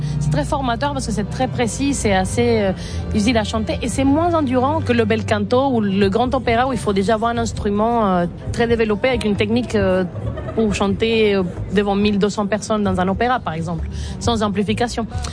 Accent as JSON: {"language": "French", "country": "Venezuela", "tie": "born or raised there", "moved": "as an adult", "said": "Et à partir de mes 17 ans, jusqu'au moment où j'ai quitté le Venezuela, j'ai chanté dans cet ensemble. En parallèle de faire partie de la scène underground et alternative de Caracas"}